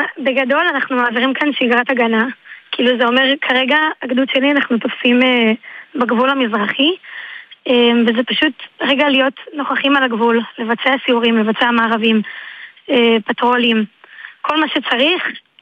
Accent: Shephelah, Israel; אני גרה בקיבוץ באזור השפלה, גדלתי בקיבוץ כל החיים שלי.

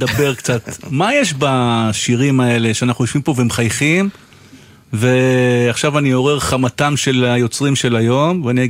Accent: Acre, Northern District, Israel; אתה יודע, בילדותי באקו

